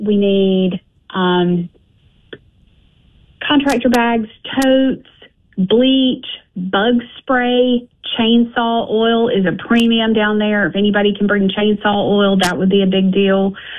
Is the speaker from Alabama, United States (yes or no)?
yes; Brewton, Alabama, United States; moved away; My hometown of Brewton, Alabama, took a direct hit from this latest hurricane. And it's a rural area.